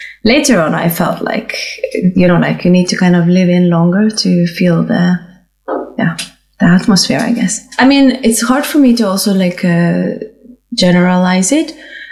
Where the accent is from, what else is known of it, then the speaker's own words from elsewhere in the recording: Lithuania; English is a second language; now in Oslo, Norway; I'm from Lithuania and I am a ceramic artist and I have a studio in Oslo. We've been here for 1 year so far.